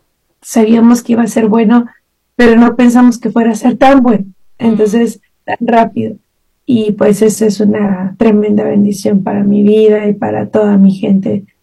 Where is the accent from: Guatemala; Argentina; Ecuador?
Guatemala; now in San Francisco, United States; Soy de Guatemala, sí, soy originaria chapina, me gusta el pepián.